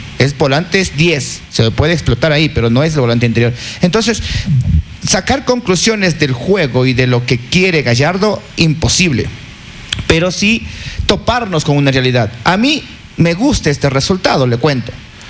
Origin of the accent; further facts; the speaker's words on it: Ecuador; Soy ecuatoriano